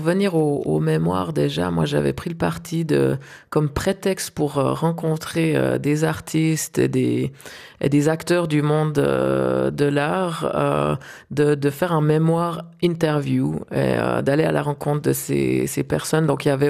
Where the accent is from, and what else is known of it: Switzerland